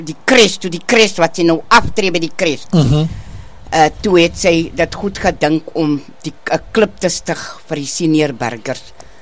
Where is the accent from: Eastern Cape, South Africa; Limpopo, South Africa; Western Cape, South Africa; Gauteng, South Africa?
Western Cape, South Africa; Plettenberg Bay; born there; Ja, ek is gebore in Plettenberg Bay.